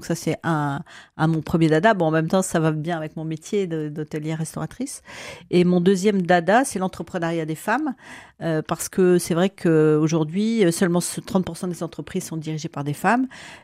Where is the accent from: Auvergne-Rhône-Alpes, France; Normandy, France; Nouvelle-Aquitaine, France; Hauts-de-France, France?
Hauts-de-France, France; Lille; je suis une pure ch'ti, hein, je suis lilloise depuis X générations.